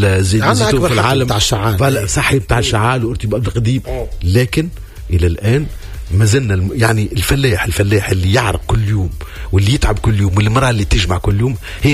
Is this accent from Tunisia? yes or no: yes; Tunisia; هوني في تونس